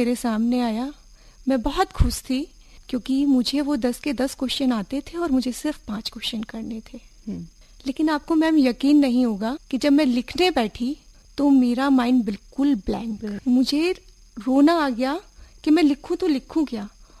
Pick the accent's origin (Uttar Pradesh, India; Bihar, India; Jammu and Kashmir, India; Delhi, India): Uttar Pradesh, India; Hasupur; असल में मेरा जन्म एक गांव में हुआ है। मैं सिंभावली के पास गांव हसुपुर से बिलोंग करती हूँ